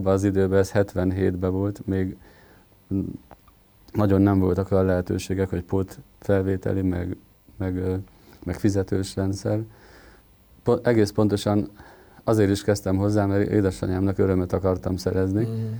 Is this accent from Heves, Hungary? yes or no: yes; Fedémes, Heves, Hungary; also born or lived in Eger; Tehát kezdem ott, hogy Egerben születtem, de ott volt kórház, egy mátrai kisfaluból származom, Fedémes a neve.